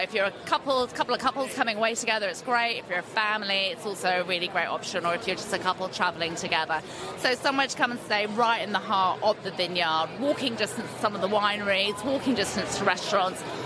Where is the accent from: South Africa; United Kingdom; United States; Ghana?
United Kingdom; I'm obviously not an Aussie, I'm a Brit